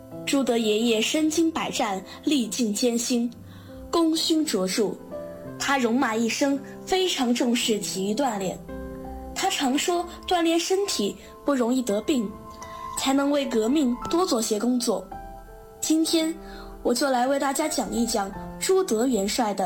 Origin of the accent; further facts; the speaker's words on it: Nanchong, Sichuan, China; 我的家乡南充是伟大的无产阶级革命家、政治家、军事家、中华人民共和国的开国元勋朱德的故里。